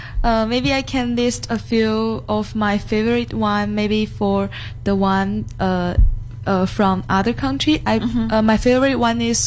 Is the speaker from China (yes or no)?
yes; Guangzhou, Guangdong, China; English is a second language; moved away as an adult; now in Indonesia; Oh, I'm from Guangzhou.